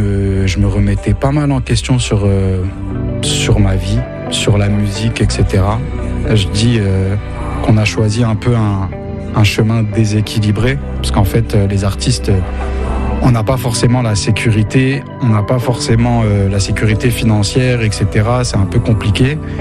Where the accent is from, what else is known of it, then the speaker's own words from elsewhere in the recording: France; Et du coup, nous, on compose avec cette double culture, cette double identité. Et ça fait partie de moi, en fait. Donc, je me considère vraiment comme ça, un Français du bled. Même si je suis fier d'être Français aussi. Mais j'oublie pas mes racines, mes origines.